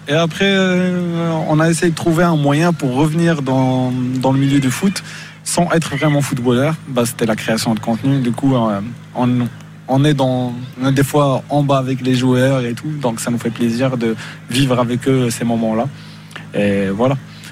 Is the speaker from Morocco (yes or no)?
yes; Morocco; also born or lived in France; En tant que Marocain